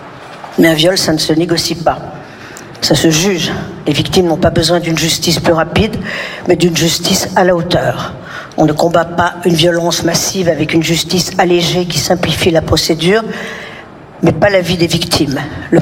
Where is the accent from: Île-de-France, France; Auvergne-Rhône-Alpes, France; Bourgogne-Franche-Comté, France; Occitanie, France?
Auvergne-Rhône-Alpes, France; Saint-Étienne; born there; moved away; quand j'étais chez moi à Saint-Étienne